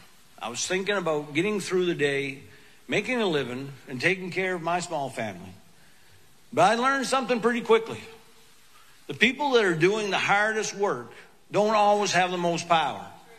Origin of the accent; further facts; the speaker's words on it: Allagash, Maine, United States; I grew up in Allegash, about as far north as you can go in Maine without actually ending up in Canada.